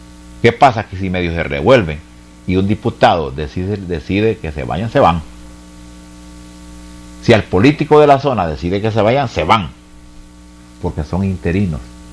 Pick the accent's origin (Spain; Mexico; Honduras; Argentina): Honduras; estamos cansados, estamos molestos como pueblo hondureño.